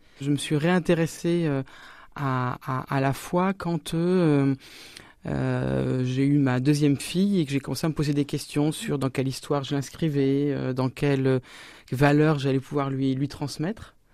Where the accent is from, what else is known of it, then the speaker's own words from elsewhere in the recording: Poitiers, Nouvelle-Aquitaine, France; Et j'ai grandi à Poitiers où il y avait une association qui existe toujours d'ailleurs, qui s'appelle le Toit du Monde